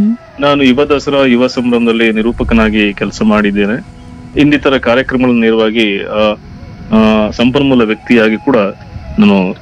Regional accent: Halahalli, Karnataka, India; ನಾನು ಗುಂಡ್ಲುಪೇಟೆ ತಾಲೂಕು ಹಾಲಹಳ್ಳಿ ನಮ್ಮೂರು.

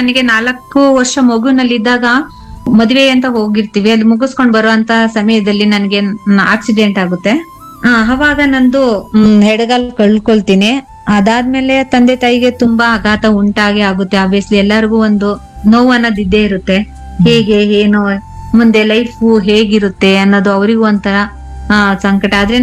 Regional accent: Kanchagarakoppalu, Karnataka, India; 1-7 ನಾನು ಕಂಚಗಾರಕೊಪ್ಪಲಲ್ಲೇ ಓದಿದ್ದು, 7th PU ನಮ್ಮ ಊರಿನ ಪಕ್ಕ 4 ಕಿಲೋಮೀಟರ್ ಕೆಸ್ತೂರ್ ಕೊಪ್ಪಲು.

